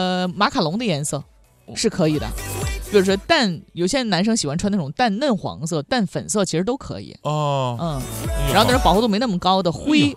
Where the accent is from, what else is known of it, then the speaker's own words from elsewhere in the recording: Jinzhou, Liaoning, China; 我们家乡锦州